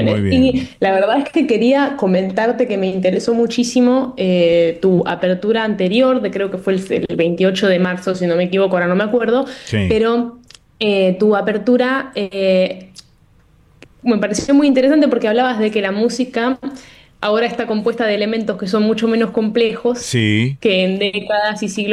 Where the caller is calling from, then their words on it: Verona, Veneto, Italy; Sigo en Verona, en la ciudad de Verona